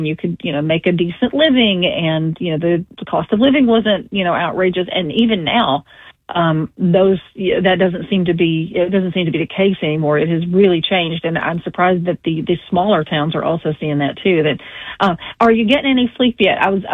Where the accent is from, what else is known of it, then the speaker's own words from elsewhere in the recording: Mississippi, United States; That's my home state.